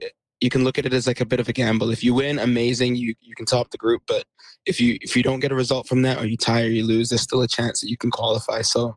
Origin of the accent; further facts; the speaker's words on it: Canada; moved away; and we're Canadian, you know, through and through.